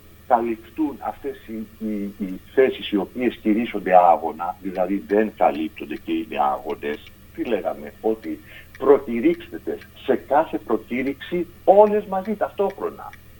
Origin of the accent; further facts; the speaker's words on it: Zakynthos, Ionian Islands, Greece; είμαι από Ζακυνθινός